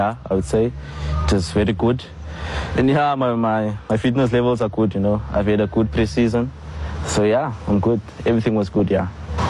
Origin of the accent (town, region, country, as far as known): Cape Town, Western Cape, South Africa; born there